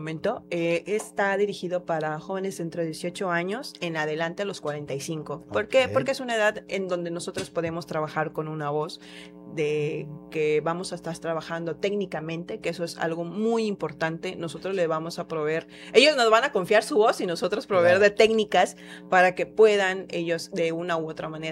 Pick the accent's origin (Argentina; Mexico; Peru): Mexico; Tabasco; lo traemos en la sangre y la voz tabasqueña es algo que realmente ha caracterizado mucho y así como nuestro acento